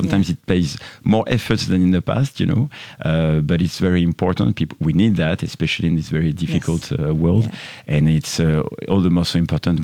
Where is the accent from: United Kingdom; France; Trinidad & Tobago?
France; accent: French; English is a second language; as you gathered from my accent already, I'm French